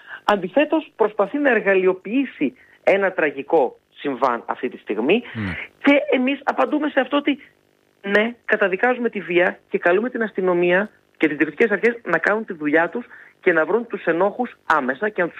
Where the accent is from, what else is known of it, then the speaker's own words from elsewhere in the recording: Northern Greece, Greece; επειδή είμαι Βορειοελλαδίτης